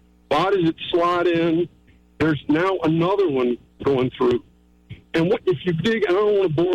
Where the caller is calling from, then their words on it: Colleton County, South Carolina, United States; I'm actually down in Colleton County